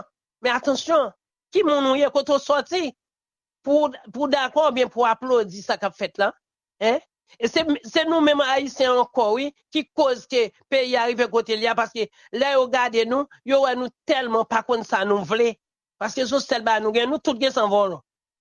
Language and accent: French; Haiti